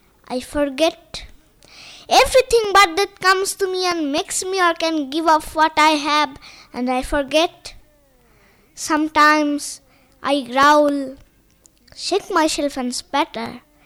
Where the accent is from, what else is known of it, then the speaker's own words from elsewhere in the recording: Domkal, West Bengal, India; আমি দমকল মাহিষ্যপাড়া থেকে এসেছি।